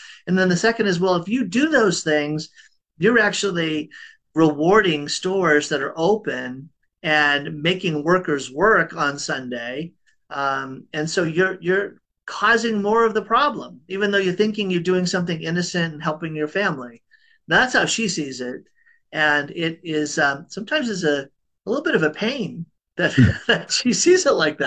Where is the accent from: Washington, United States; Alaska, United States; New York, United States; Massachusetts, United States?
Massachusetts, United States; Boston; I grew up in Boston, and I think they're called, I don't know if you have this phrase out here, blue laws.